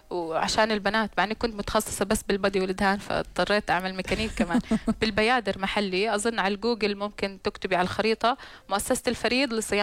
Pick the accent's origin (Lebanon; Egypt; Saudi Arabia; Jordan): Jordan; Irbid, Irbid Governorate; moved away; لانه انا من اربد اصلا واهل اربد بقول احنا اولى فيك يعني انت بنتنا ولازم تفتحي عنا.